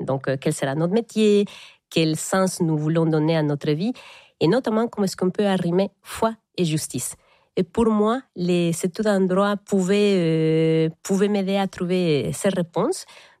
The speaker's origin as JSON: {"language": "French", "region": "Querétaro", "country": "Mexico", "tie": "born or raised there", "second_language": "French", "lives_now": "France", "said": "Alors moi j'ai grandi dans une ville qui s'appelle Querétaro. Et donc, qui est au nord de la ville de Mexico, à 205 kilomètres, mais pas au nord du pays. C'est vraiment dans le centre du pays."}